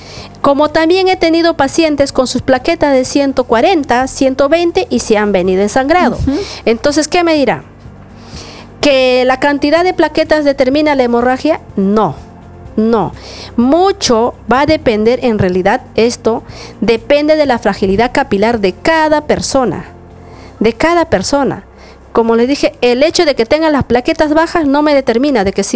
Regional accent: Mazamari, Junín, Peru; Así es. Bueno, yo vengo desde Mazamari.

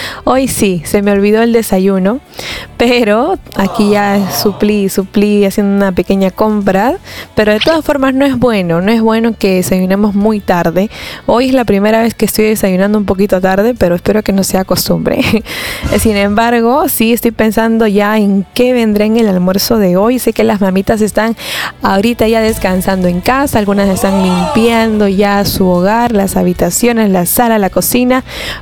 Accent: Peru; por hacernos peruanos también.

